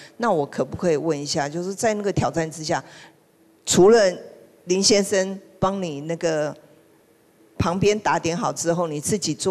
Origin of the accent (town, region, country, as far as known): Taiwan